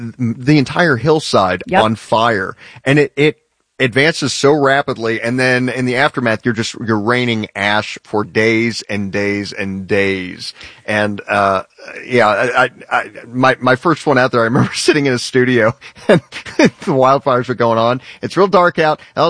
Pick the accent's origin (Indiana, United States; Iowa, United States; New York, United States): Indiana, United States; also born or lived in California; But growing up in Indiana